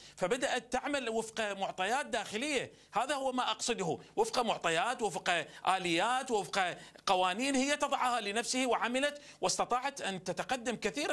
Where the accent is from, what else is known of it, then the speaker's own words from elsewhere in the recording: Iraq; انا رجل عراقي